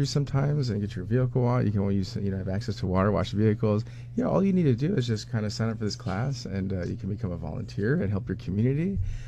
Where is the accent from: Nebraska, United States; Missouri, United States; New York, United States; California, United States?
California, United States; now in Bethel, United States; I lived in a community this small in Bethel. I grew up in California most of my life.